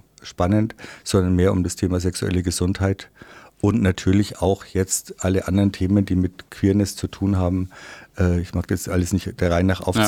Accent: Bavaria, Germany; Ich komme aus der Oberpfalz, das habe ich schon erzählt.

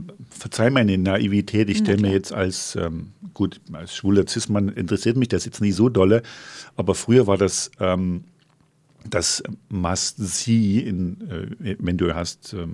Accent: East Germany, Germany; Und ich komme ja aus dem Osten und da gab es das ja früher gar nicht.

